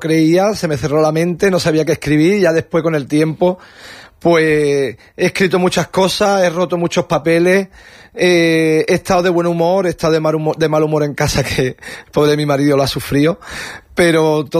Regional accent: Vélez-Málaga, Andalusia, Spain; born or raised there

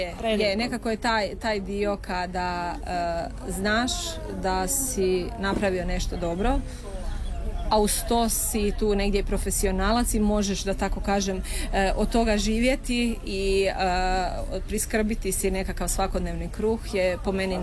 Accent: Slavonia, Croatia; Iz Slavonije sam, moja obitelj je prošla rat, izbjeglištvo i nekako me uvijek vukla ta priča i ta tema.

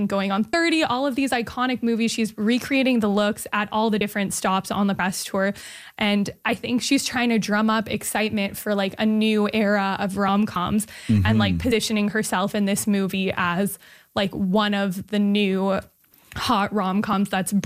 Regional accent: Montreal, Quebec, Canada; Yeah, to my hometown.

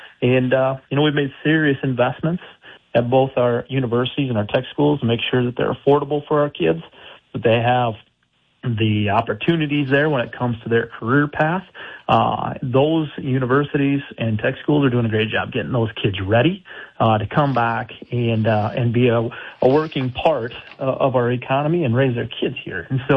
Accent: Arlington, United States; You know, I grew up in Arlington in a real blue-collar family. Neither one of my parents graduated from college.

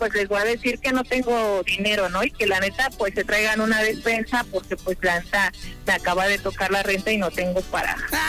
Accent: Mexico City, Mexico; now in Guadalajara, Mexico; Yo vengo de México, me vine a vivir para acá.

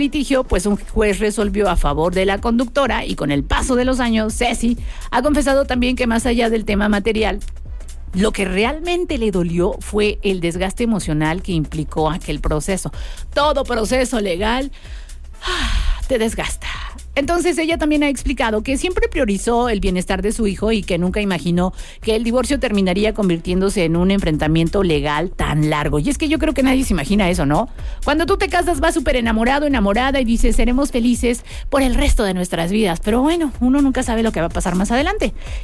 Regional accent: Mexico; ¿cuál es la peor costumbre de los mexicanos que como buenos mexicanos tenemos?

